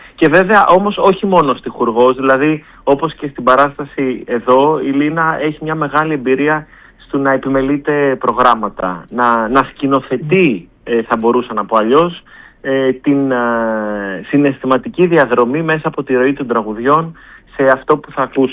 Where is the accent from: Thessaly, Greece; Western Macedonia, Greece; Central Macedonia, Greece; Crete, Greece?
Central Macedonia, Greece; Thessaloniki; moved away; ως Θεσσαλονικιός